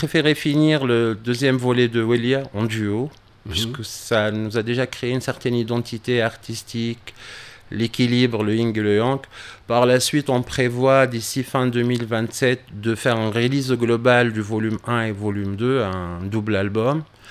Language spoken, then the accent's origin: French; Tunisia; on est tunisien et tout ce qu'on fait, il vient de la Tunisie. Et tout ce qu'on est, il nous a été donné par la Tunisie.